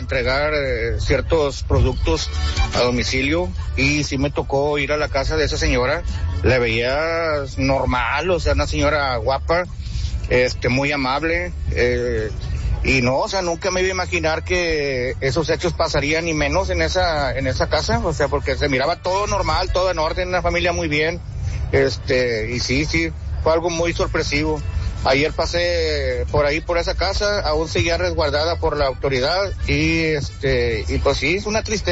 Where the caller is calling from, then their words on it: Montemorelos, Nuevo León, Mexico; yo soy de Montemorelos.